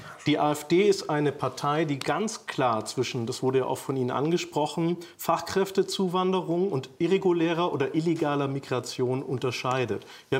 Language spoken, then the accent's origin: German; Baden-Württemberg, Germany; ich komme aus Baden-Württemberg.